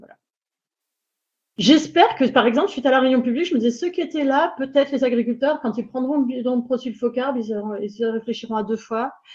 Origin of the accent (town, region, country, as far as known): Provence-Alpes-Côte d'Azur, France